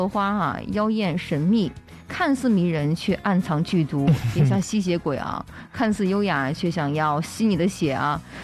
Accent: China

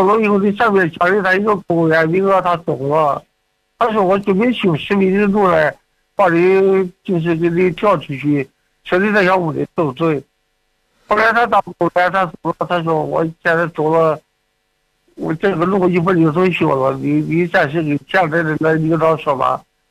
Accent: Jiangsu, China; 不是那个老干部，是我是江苏那边的。

